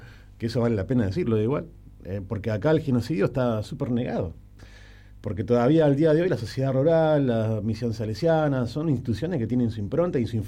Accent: Tierra del Fuego, Argentina; Soy fueguino, soy uno de los pocos argentinos que va a participar en este festival

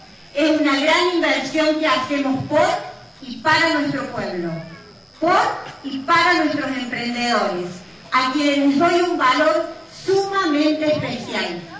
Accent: Villa Ascasubi, Córdoba, Argentina; los que somos de acá, de Villa Casubi

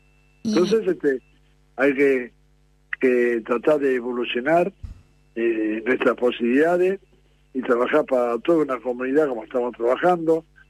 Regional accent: Argentina; Somos argentinos. Somos argentinos que profesamos la religión islámica.

